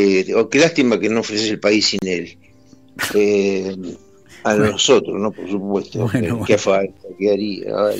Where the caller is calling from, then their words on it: Rosario, Santa Fe, Argentina; Yo no me gusta el fútbol, y eso que soy rosarino, ¿eh?